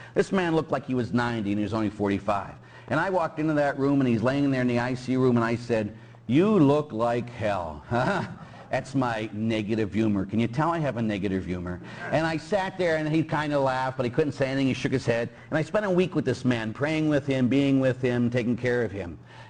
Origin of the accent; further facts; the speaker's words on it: Pittsburgh, Pennsylvania, United States; I'm from Pittsburgh, as everybody knows, and both my parents were cops.